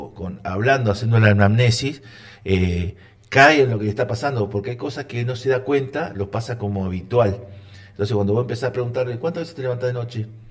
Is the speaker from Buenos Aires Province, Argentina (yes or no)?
no; Neuquén, Argentina; acá 2010 vengo. Soy originado de Curralcoso.